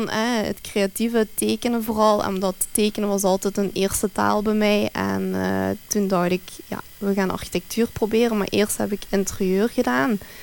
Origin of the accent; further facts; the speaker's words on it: Bree, Flanders, Belgium; also born or lived in Genk / Ghent; Ik ben van pre-afkomstig, dus niet hier ver vandaan. En ik ben 29 jaar.